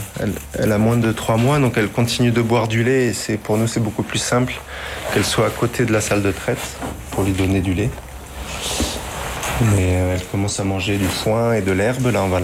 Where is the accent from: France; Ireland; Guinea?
France; Provence-Alpes-Côte d'Azur; Oui, moi la nature, j'ai grandi dans la forêt sans aucun voisin. Donc, je suis originaire de la Provence.